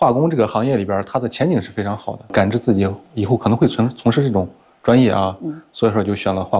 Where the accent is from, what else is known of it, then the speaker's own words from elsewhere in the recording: Ningxia, China; born there; moved away as an adult; also born or lived in Tianjin; 最终湘潭之后也是选择了回到我的出生地宁夏这块啊